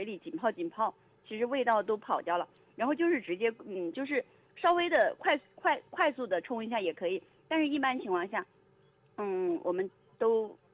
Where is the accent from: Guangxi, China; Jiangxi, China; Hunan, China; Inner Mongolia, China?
Jiangxi, China; 我们江西人帮江西人啊。